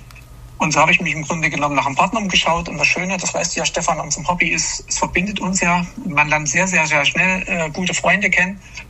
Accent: East Germany, Germany; ich komme ja selber aus der DDR. Ich habe also quasi gar nicht ich bin gar nicht in den Genuss gekommen, damals RBI empfangen zu können.

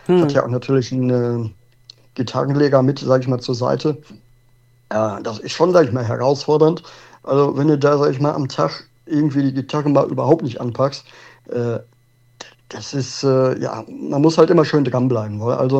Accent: Herscheid, North Rhine-Westphalia, Germany; Ja, ich komme aus dem schönen kleinen Dorf, sag ich mal, Gemeinde Herscheid im Sauerland. Und genau, da lebe ich jetzt seit über 16 Jahren schon.

